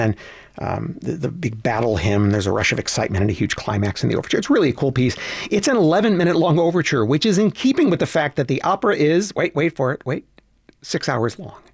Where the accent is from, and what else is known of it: Cleveland, Ohio, United States; born or raised there; moved away